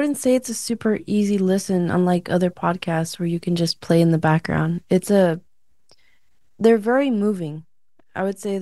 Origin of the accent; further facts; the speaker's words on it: California, United States; It's certainly, like, a huge difference being growing up in the Imperial Valley compared to, like, other places around, like, even California.